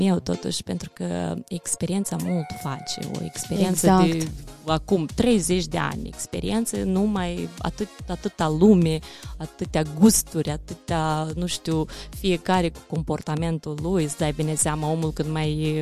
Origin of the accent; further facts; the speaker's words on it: Drochia, Drochia District, Moldova; moved away; also born or lived in Bălți; Vin din satul Drochia, raionul Drochia, un sat frumos.